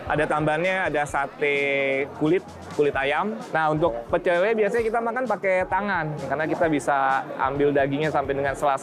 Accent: Surabaya, East Java, Indonesia; Saya orang Surabaya tapi saya tahu bahasa Sunda.

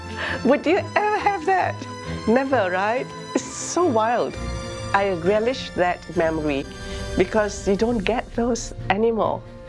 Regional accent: Katong, Singapore; In the 60s, when I was growing up in Kachong, we had a whole parade of street vendors, and they came in all forms of transportation.

